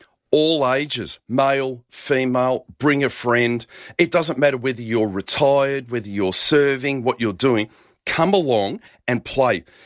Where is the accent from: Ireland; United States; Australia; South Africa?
Australia; Foster, Victoria; I grew up in Forster.